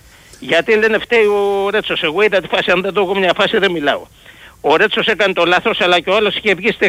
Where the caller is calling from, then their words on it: Piraeus, Attica, Greece; από Πειραιά